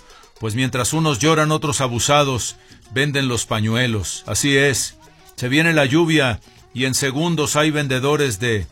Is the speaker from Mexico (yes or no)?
yes; Mexico; porque así somos los mexicanos.